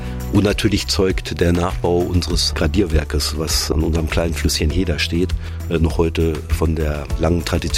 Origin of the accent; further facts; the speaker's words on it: Salzkotten, North Rhine-Westphalia, Germany; Ich bin hier in Salzkotten geboren, mit Selzerwasser getauft worden und lebe ja über 50 Jahre schon in Salzkotten. Also ein waschechter Selzer.